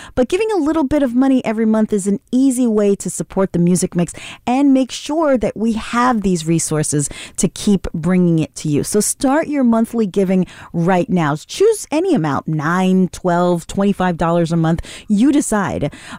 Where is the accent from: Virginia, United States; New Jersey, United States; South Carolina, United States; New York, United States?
New York, United States; that's part of my identity is being a New Yorker. I'm born and raised here and I'm probably never going to leave and I live here.